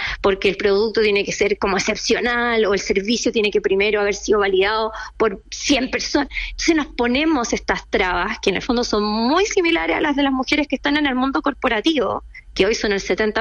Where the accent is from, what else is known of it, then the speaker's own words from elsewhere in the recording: Puerto Montt, Los Lagos, Chile; moved away as an adult; also born or lived in Temuco / Argentina; now in Santiago, Chile; Soy de Puerto Montt, nací allá, estudié en Temuco, después estudié en Argentina, llegué a Santiago a los 22 años conociendo a nadie